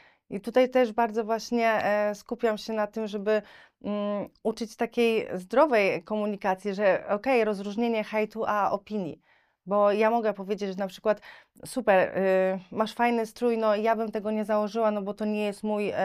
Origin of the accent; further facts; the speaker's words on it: Włocławek, Kuyavian-Pomeranian Voivodeship, Poland; Jak byłam na studiach, czy miałam praktyki, no to byłam w różnych miejscach u nas w Włocławku